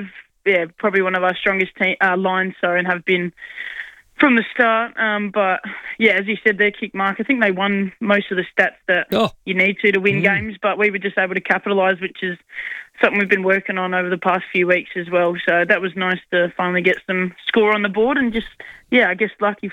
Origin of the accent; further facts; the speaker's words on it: Western Australia, Australia; I mean, they're my home state, so I always love versing the Eagles and Freo.